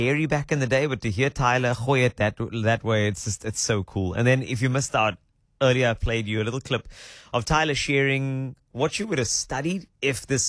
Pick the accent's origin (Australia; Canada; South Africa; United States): South Africa; what we heard growing up in South Africa from our mom or our auntie.